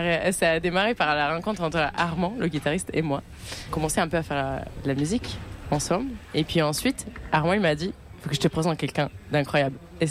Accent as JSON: {"language": "French", "town": "Perugia", "region": "Umbria", "country": "Italy", "second_language": "French", "said": "À la base, c'est un vrai lieu qui existe en Italie, d'ailleurs à côté de chez moi, à Perugia, au centre de l'Italie."}